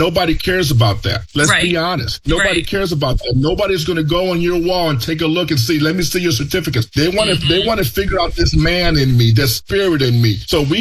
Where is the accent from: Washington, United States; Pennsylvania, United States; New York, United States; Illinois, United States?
Illinois, United States; Chicago; English is a second language; I grew up in the projects of Chicago